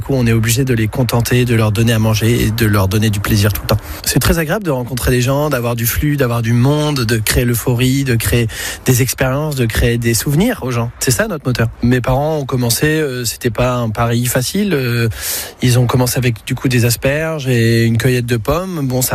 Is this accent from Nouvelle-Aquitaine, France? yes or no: yes; Nouvelle-Aquitaine, France; born there